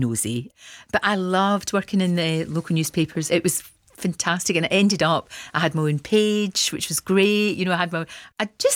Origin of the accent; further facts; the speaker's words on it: Glasgow, Scotland, United Kingdom; accent: Glasgow; I've got a Glasgow accent